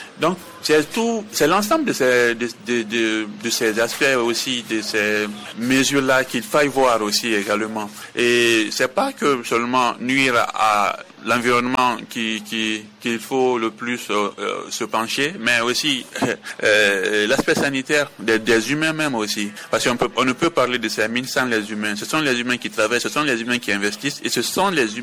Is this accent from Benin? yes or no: no; Siguiri, Kankan Region, Guinea